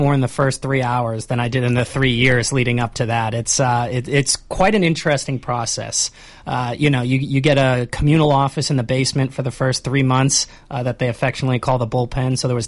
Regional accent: Hanson, Massachusetts, United States; now in Duxbury, United States; I grew up in Hanson. I live now with my fiance in Duxbury, so I represent my hometown. My folks still live in the district.

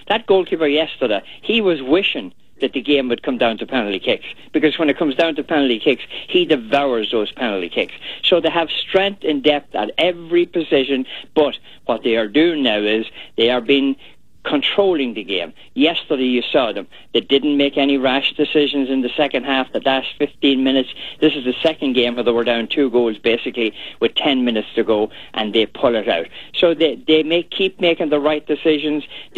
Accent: Ireland; Yeah, I'm Irish. I don't understand that.

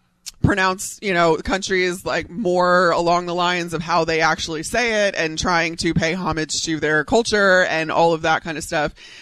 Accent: Chicago, Illinois, United States; I grew up here in Chicago, but I am married to a New Orleanian.

